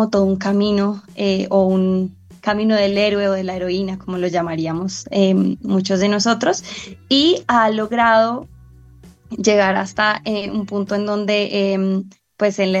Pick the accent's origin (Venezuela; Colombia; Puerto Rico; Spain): Colombia; como colombianos y como latinoamericanos